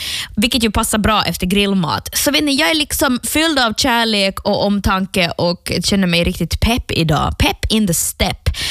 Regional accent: Ostrobothnia, Finland; now in Stockholm, Sweden; nu är jag hemma i Österbotten över sommaren

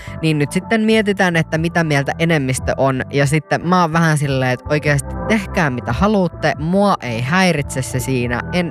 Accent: Satakunta, Finland; tuolta Satakunnasta omilta kotikonnuiltani, mutta ei kotikaupungistani, vaan viholliskaupungistani Raumalta

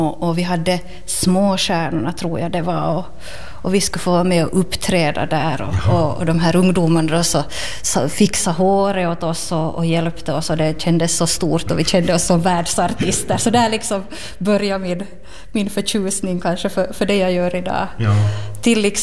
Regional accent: Lappfjärd, Ostrobothnia, Finland; also born or lived in Vaasa; now in Kristinestad, Finland; från Lappfjärd, jag är stolt Lappfjärdsbo från rötterna, från början. Så född och uppvuxen i Lappfjärd och har bodde här tills jag var 18 ungefär. Och sen flyttade jag till Vasa och bodde där ungefär lika länge, 18 år.

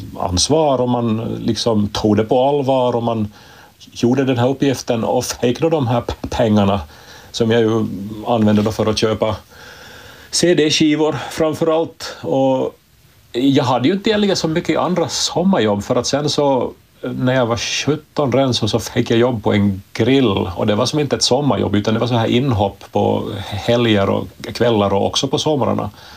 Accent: Ostrobothnia, Finland; Jag är från Österbotten och det här... Jag hade aldrig någon sommarstuga i vår släkt.

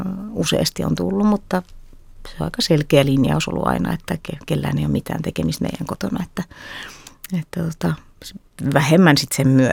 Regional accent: France; siihen liittyy tietenkin se, että mä olen lapsuuteni viettänyt Ranskassa

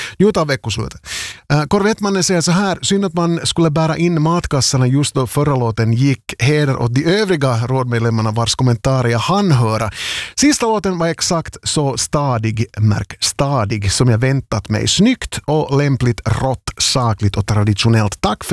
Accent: Vaasa, Ostrobothnia, Finland; Ändå ganska någonstans stort att ett sånt här megaband, väldigt många, då har besökt min hemstad.

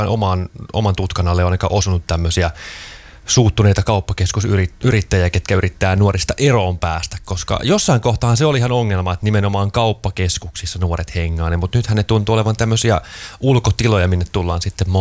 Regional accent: Lahti, Päijät-Häme, Finland; moved away; mä oon alun perin Lahdesta kotoisin, mutta sieltä pois muuttanut.

